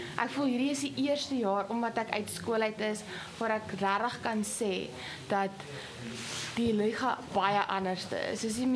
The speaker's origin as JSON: {"language": "Afrikaans", "town": "Despatch", "region": "Eastern Cape", "country": "South Africa", "said": "ek kom van Dispatchhof ook."}